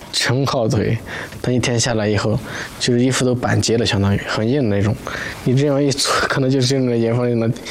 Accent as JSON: {"language": "Chinese", "region": "Inner Mongolia", "country": "China", "tie": "born or raised there", "said": "我是本地人嘛，就土生土长的本地人。"}